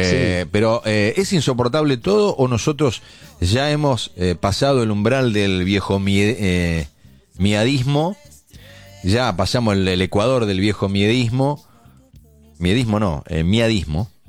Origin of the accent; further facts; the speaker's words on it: General La Madrid, Buenos Aires Province, Argentina; no, yo soy de la Madrid, y jodemos con eso siempre. Es el, él es el gaucho de General Madariaga y yo de General La Madrid.